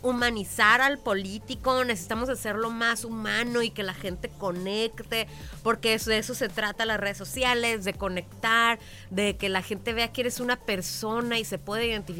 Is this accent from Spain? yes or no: no; Mexico